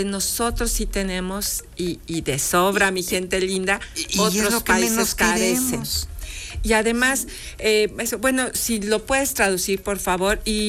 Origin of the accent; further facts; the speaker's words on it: Mexico; somos ahí mexicanos y mexicanas